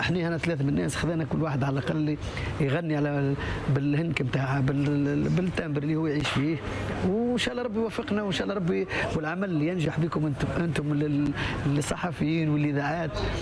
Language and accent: Arabic; southern Tunisia, Tunisia; على تونس الكل بلاها في لهجتنا, حكينا على الجنوب.